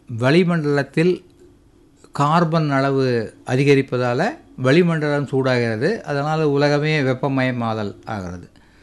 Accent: Chennai, Tamil Nadu, India; நான் அடிப்படையில் சென்னையை சேர்ந்தவன்

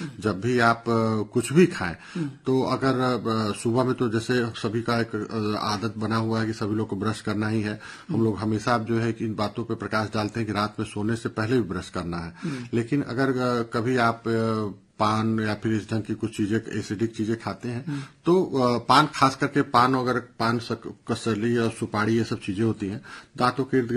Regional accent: Varanasi, Uttar Pradesh, India; हम लोग काशी के क्षेत्र के निवासी हैं

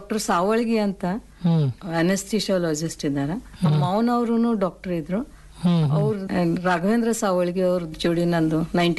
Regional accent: Karnataka, India; also born or lived in Jabalpur / Maharashtra; now in Vijayapura, India; ಮೂಲತಃ ನಾವು ಕರ್ನಾಟಕದವ್ರೆ

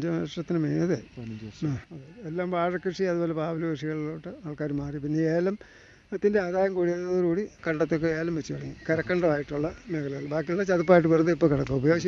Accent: Rajakkad, Kerala, India; ഞാൻ രാജാക്കാട് വന്ന് ഇവിടെ ജനിച്ചു വളർന്ന ആളാണ്.

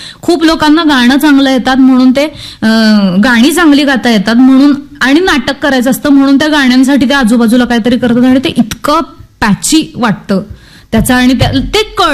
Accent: Maharashtra, India; moved away as an adult; एका पन्हाळ्याच्या पायथ्याच्या राहणाऱ्या आईबाबांसाठी

